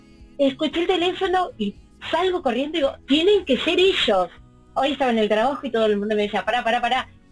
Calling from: Avellaneda, Buenos Aires Province, Argentina; Yo soy de Avellaneda.

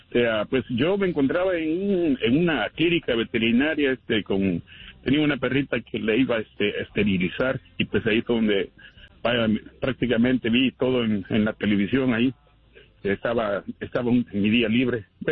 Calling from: Houston, Texas, United States; hablando de Houston

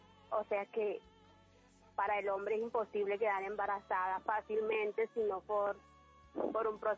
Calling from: Sincelejo, Sucre, Colombia; Desde Cincelejo, Sucre.

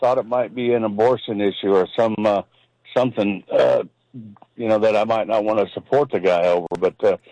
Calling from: Oklahoma, United States

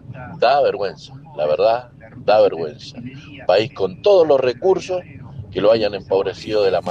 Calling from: Argentina

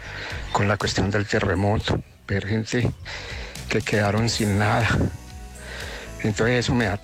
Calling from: Trujillo, Valle del Cauca, Colombia; Les hablo desde la ciudad de Trujillo, el municipio de Trujillo Valle.

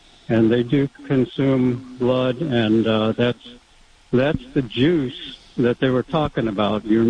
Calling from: San Diego, California, United States; San Diego.

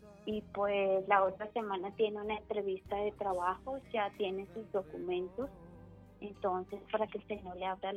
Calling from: Bogotá, Bogotá Capital District, Colombia; Llamo desde Bogotá

